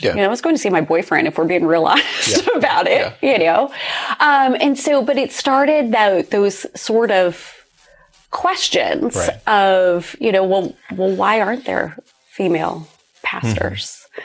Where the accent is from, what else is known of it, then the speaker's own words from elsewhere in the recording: Ohio, United States; So I grew up in a very rural part of Ohio. And my family, we were churchgoers.